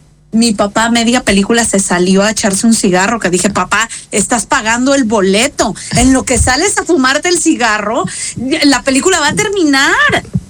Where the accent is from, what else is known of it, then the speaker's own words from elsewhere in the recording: Mexico City, Mexico; now in Panama; en Ciudad de México. Yo nací y crecí en Ciudad de México.